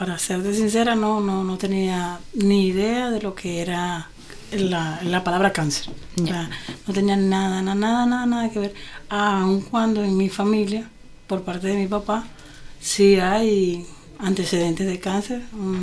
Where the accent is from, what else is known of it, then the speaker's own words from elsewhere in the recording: Venezuela; moved away as an adult; en el 2018, fue cuando comenzó mi migración, porque lamentablemente por cosas que pasaron en mi país de origen, que es Venezuela, tuve que salir